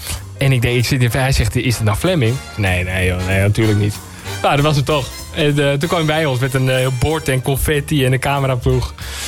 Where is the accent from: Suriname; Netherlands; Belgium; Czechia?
Netherlands; Bergen; Ik kom uit Bergen.